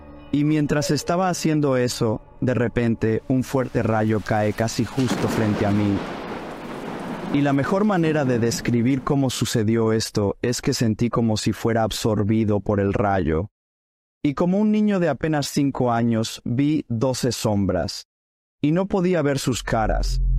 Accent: Dominican Republic; born there; Nací en la República Dominicana, vivía allí y mis padres me dejaron en la casa de mi abuela.

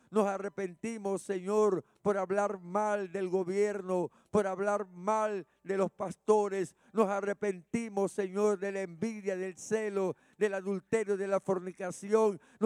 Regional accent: Panama; aquí todos nos conocemos.

